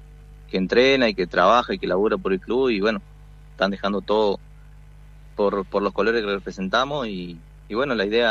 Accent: Catriel, Río Negro, Argentina; Sí, somos de Catriel

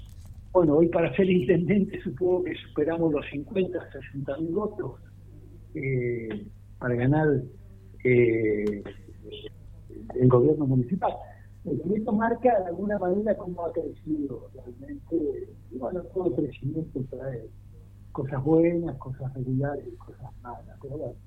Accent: Ushuaia, Tierra del Fuego, Argentina; moved away; Esta es mi ciudad natal.

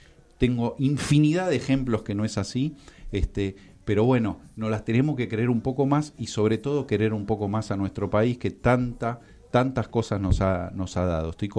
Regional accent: Argentina

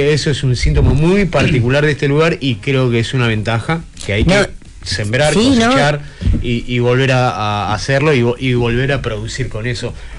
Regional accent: Buenos Aires, Argentina; A mí me han dicho, amigos, vos sos de... ¿Cómo se nota que sos de La Boca?

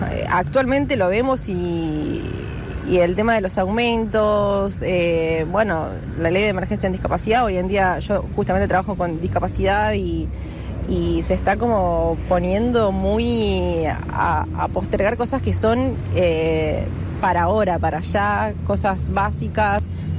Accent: Buenos Aires, Argentina; Soy de acá, de Capital, y soy kinesióloga.

